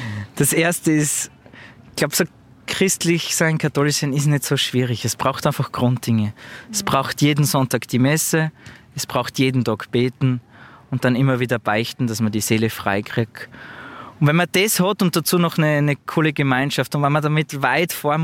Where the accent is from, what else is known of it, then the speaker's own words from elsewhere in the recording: Austria; auch als Österreicher.